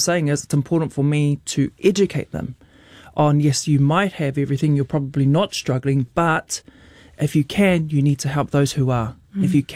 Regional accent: Mangere, Auckland, New Zealand; also born or lived in Rotorua; It's home for me. It's my community. I was born in Rotorua, but brought up in Mangere, South Auckland. Menmore Hospital is right there. Kids First Hospital is right there.

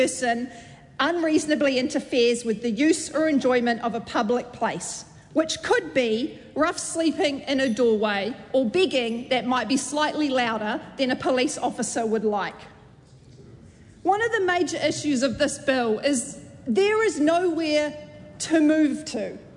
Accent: Hamilton, Waikato, New Zealand; I'm from Hamilton Kirikiriroa.

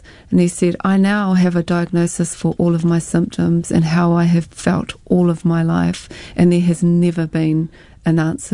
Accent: Waikato, New Zealand; Like, I'm from Waikato, Maniapoto, Ngāti Pāua, Ngāti Naho, and all those places have something to do with the wars

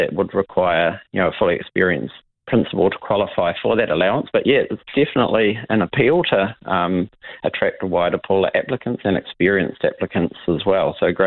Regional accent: Westport, West Coast, New Zealand; now in Hokitika, New Zealand; I grew up in Westport.

